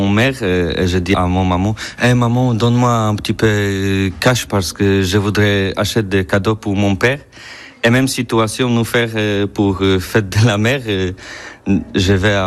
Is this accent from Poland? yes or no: yes; Poland; French is a second language; moved away as an adult; now in Poitiers, France; Je suis Polonais, j'arrive à Poitiers à dernière année, à juin.